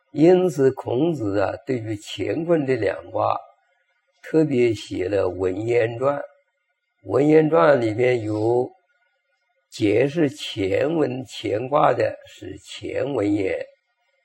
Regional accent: Taiwan; 我们台湾人在这个当教授的一个张令征啊

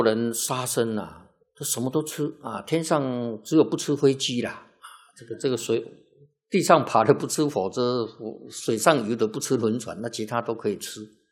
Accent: Taiwan

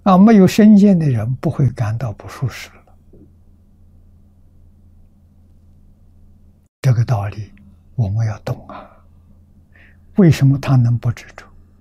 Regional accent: China; 我们中国人

